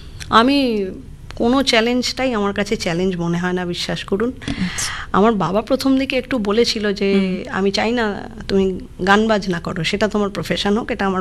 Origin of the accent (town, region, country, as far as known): Chittagong, Chittagong Division, Bangladesh